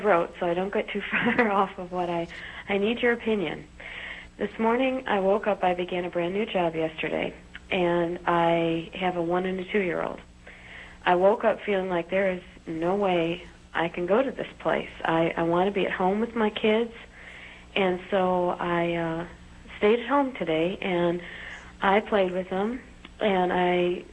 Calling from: Michigan, United States; I'm from Michigan.

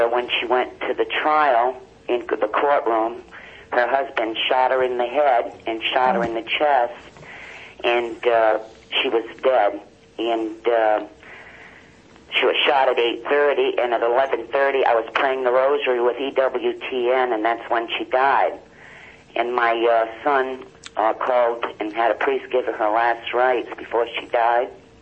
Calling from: Middletown, Rhode Island, United States; from Middletown, Rhode Island.

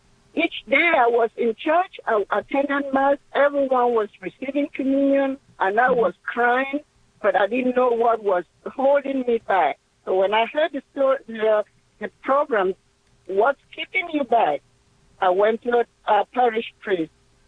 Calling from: Houston, Texas, United States; I'm calling from Houston, Texas on 1430 a.m.

